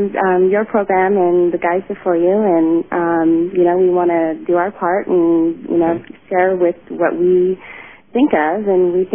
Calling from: Pacifica, California, United States; I'm calling from Pacifica, California, and we have an out-of-the-box idea.

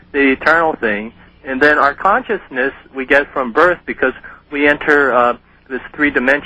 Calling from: Honolulu, Hawaii, United States; I'm calling from Honolulu, KHVH.

